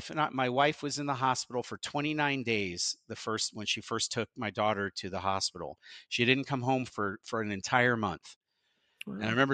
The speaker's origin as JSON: {"language": "English", "town": "Pittsburgh", "region": "Pennsylvania", "country": "United States", "said": "I'm from Pittsburgh."}